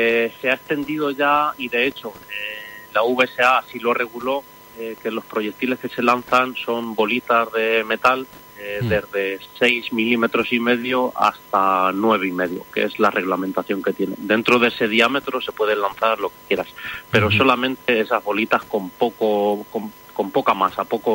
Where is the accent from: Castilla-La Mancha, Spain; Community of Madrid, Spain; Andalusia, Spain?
Castilla-La Mancha, Spain; Las Mesas